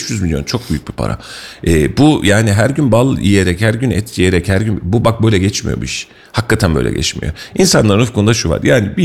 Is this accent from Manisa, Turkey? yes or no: no; Kayseri, Turkey; born there; Ben Yeşil Mahalle'de doğmuşum.